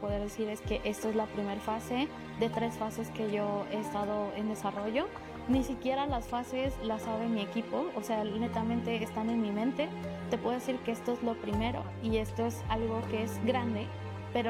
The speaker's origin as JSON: {"language": "Spanish", "region": "Oaxaca", "country": "Mexico"}